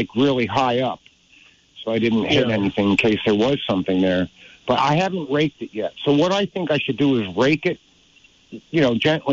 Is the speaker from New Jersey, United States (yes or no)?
yes; New Jersey, United States; and I grew up in Jersey, but I don't want anyone to know that.